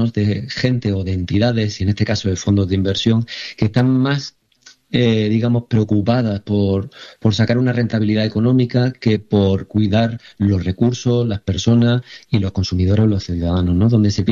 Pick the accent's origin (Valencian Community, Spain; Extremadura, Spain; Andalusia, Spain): Andalusia, Spain; Jaén; soy de Jaén y de familia que ha trabajado el campo, ¿no?